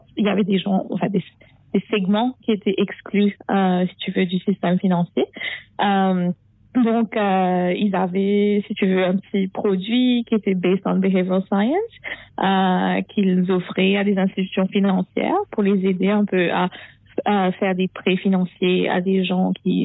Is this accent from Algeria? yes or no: no; Mauritius; moved away as an adult; now in United States; Je suis née à Vakwa j'ai grandi à Maurice.